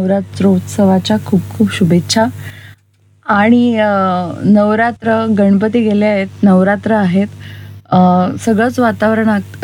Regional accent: Nashik, Maharashtra, India; also born or lived in Pune; बालपण नाशिकमध्येच. अर्थात मी शाळेत निर्मला कॉन्व्हेंटला होते आणि नंतर 11वी 12वी KTHM

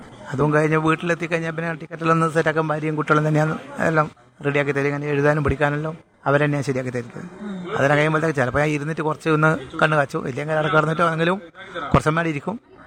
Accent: Kerala, India; താഴെപ്പഴച്ചി.

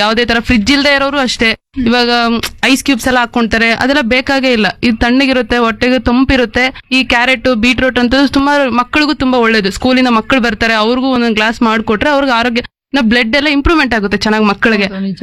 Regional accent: Kolar Gold Fields, Karnataka, India; now in Budikote, India; ನಾನು ಕೆಜಿಎಫ್ ಗ್ರಾಮಾಂತರ ಕಡೆಯಿಂದ ಬಂದಿದ್ದೀನಿ.

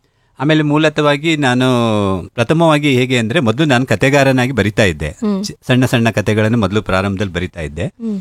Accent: Sakleshpur, Karnataka, India; now in Shivamogga, India; ನಾವು ಮೂಲತಃ ಹಾಸನ ಜಿಲ್ಲೆ ಸಕಲೇಶ್ಪುರ ತಾಲೂಕಿನವರು. ಸಕಲೇಶ್ಪುರನೇ ನಮ್ಮ ಊರು. ನಾವು ಇಲ್ಲಿ ಈಗ ಶಿವಮೊಗ್ಗದಲ್ಲಿ ಆಲ್ಕೊಳದಲ್ಲಿ ಸ್ವಂತ ಮನೆ ಮಾಡಿಕೊಂಡು ಇಲ್ಲೇ ಸೆಟ್ಲ್ ಆಗಿರ್ತೇವೆ.

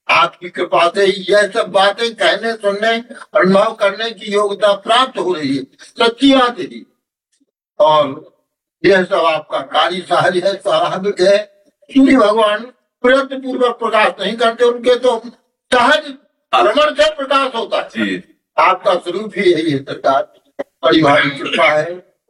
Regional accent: Orchha, Madhya Pradesh, India; ओरछा मंडल का रहने वाला हूँ और हमारे पूर्वज ओरछा में लाए गए थे

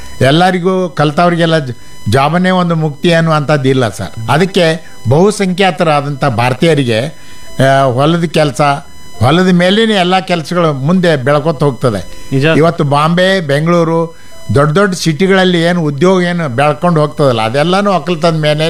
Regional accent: Karnataka, India; ನನ್ನ ಹುಟ್ಟು ಅಥಣಿ ತಾಲೂಕು, ಒಂದು ಸಣ್ಣ ಒಂದು ಗ್ರಾಮ, ಅದು ಬಳವಾಡ ಅಂಥೇಳಿ, ಅಥಣಿ ತಾಲೂಕಿದೆ ಸರ್. ನಂದು 1953 ನಾನು ಜನ್ಮ ಆಯಿತು. ಆಮೇಲೆ ಬಾಲ್ಯ ಜೀವನ ಎಲ್ಲ ನಮ್ಮ ಊರಲ್ಲಿ ಕಳೆದೀವಿ.

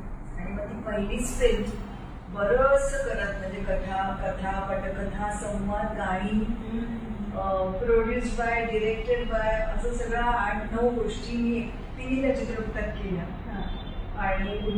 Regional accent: Nagpur, Maharashtra, India; born there; माझं बालपण सगळं बाबांची आमच्या ट्रान्सफर होत राहायची PWD मध्ये होते, त्याच्यामुळे मी जन्म नागपूरचा

